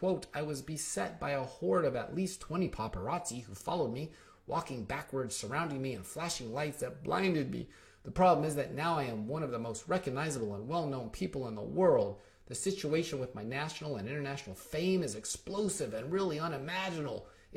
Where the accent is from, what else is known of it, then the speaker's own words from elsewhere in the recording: Napa Valley, California, United States; Those of you who know me or read my book know I'm from Napa Valley, the wine country. Yes, born and raised with the … in the 70s and 80s, the best decade in my opinion